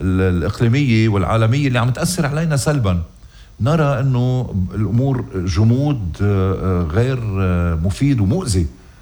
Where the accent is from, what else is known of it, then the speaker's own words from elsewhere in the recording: Ghazir, Keserwan-Jbeil, Lebanon; born there; أنا جهرت بكسروان بمسقط رأسي غزير وبكسروان